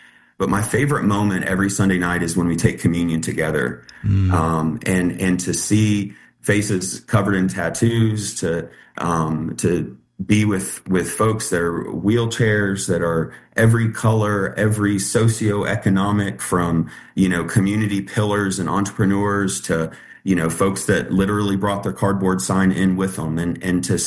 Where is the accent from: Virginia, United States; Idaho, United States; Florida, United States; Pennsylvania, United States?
Virginia, United States; Richmond; moved away as an adult; now in Southwest Virginia, United States; So I moved here from Richmond, Virginia, about a week after my high school graduation.